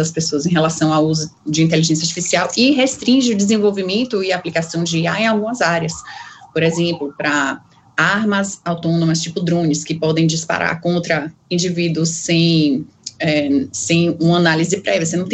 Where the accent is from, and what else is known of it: Bahia, Brazil; moved away as an adult; now in São Paulo, Brazil